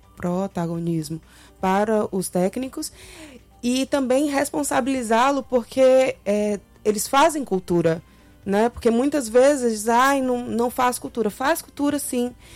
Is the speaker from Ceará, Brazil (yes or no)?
yes; Ceará, Brazil; E eu sou cearense, Clebson é cearense, nascidos e criados.